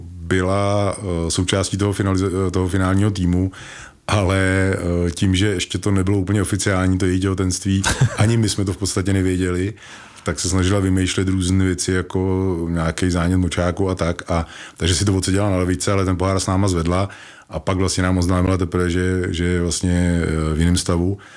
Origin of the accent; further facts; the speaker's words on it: Strakonice, South Bohemian Region, Czechia; Já pocházím ze Strakonic